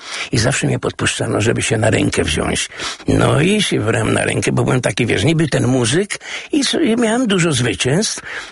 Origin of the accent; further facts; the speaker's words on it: Łódź, Łódź Voivodeship, Poland; ja jestem urodzony na Bałutach i Bałuty Śródmieście Łódź